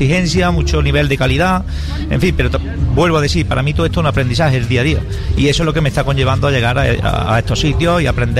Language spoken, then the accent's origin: Spanish; La Rambla, Andalusia, Spain; Yo cuando hablo siempre digo, vengo, soy de la Rambla